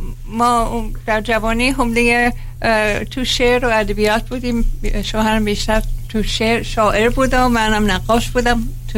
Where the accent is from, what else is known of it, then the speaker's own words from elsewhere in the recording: Shiraz, Fars, Iran; همشهری، بله همشهری. من هم شیرازی هستم مثل شما.